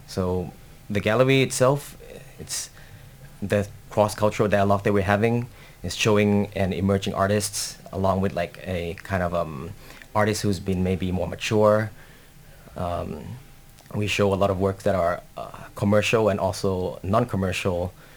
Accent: Thailand; now in London, United Kingdom; So originally I'm from Thailand, and my first experience, like early experience in London

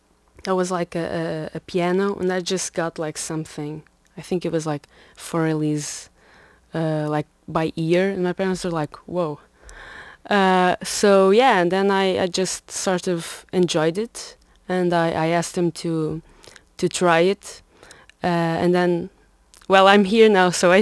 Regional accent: Olhalvo, Lisbon, Portugal; English is a second language; Olhalvo, in Alenquer, next to Lisboa.

